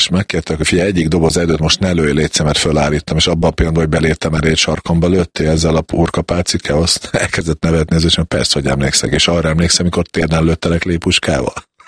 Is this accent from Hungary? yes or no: no; Southern Slovakia, Slovakia; felvidéken, szlovák ajkúak között kellett élni, edzeni, és így kellett bekerülni a szlovák válogatottba is magyarként, ami nem volt egy ideális helyzet